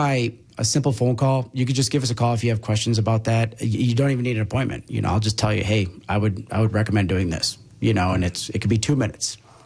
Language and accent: English; Beaver Dam, Wisconsin, United States; growing up in Beaver Dam